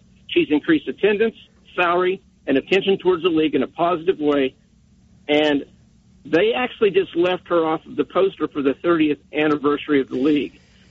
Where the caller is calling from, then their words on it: Bloomington, United States; Just because I'm calling from Bloomington, that doesn't take away anything of objectivity.